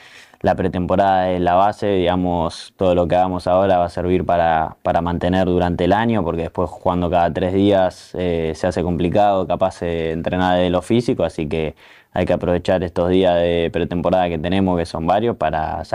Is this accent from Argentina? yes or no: yes; Argentina; moved away as an adult; now in Seville, Spain; uno como argentino